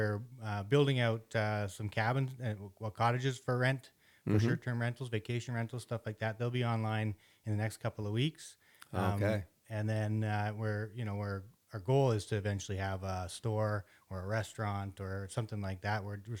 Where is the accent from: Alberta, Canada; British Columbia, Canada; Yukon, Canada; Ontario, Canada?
Yukon, Canada; Whitehorse; also born or lived in Judas Creek, Yukon; I grew up in the Yukon. I was born in Whitehorse General Hospital and lived in Whitehorse for until I was about 13, and then we moved out to the whole family moved out to Judas Creek